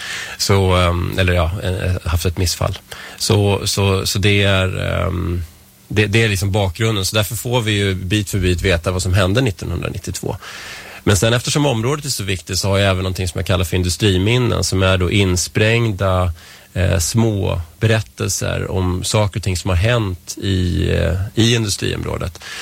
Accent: Vällingby, Stockholm County, Sweden; also born or lived in Strängnäs; now in Nacka, Sweden; Jag kommer ju inte härifrån. Jag kom från Vällingby från början. Och sen har jag bott i stan och jag har bott i Strängnäs då, som sagt. Men vi flyttade hit 2007

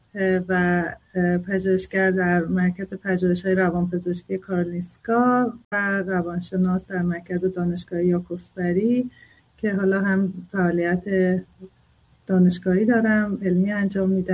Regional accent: Iran; من نه فقط به عنوان یک ایرانی

